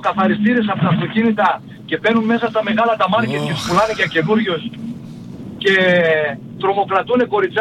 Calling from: Peraia, Central Macedonia, Greece; Εγώ είμαι κάτοικος Περαίας από το 2003.

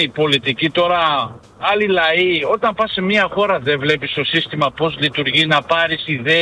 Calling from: Hagen, North Rhine-Westphalia, Germany; Δουλεύω στο δήμο, στην πόλη μου, στο Χάγκεν

